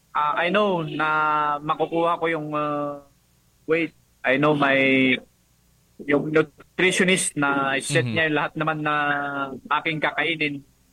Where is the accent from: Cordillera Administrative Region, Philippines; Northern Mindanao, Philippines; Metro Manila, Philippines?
Cordillera Administrative Region, Philippines; Ayun po, pride naman ako na nire-represent yung Pilipinas bilang isang Pinoy and lalong-lalo na dito sa amin as sa Cordillera